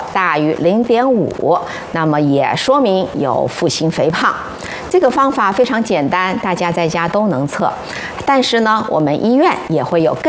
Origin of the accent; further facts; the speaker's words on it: China; 我们中国人